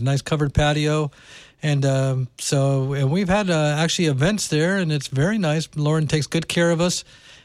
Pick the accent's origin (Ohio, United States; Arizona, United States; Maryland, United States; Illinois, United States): Illinois, United States; Chicago; moved away; like all the cool people are from, you know, Chicago anyway, since I'm from the South Side originally.